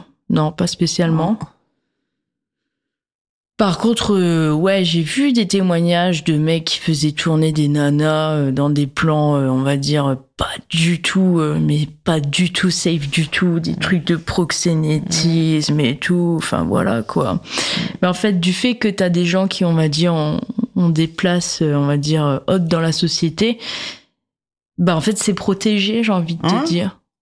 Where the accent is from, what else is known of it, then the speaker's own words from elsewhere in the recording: Hauts-de-France, France; Ouais, j'aime bien la bière, je viens du Nord, j'aime bien tout ce qui est houblonné et tout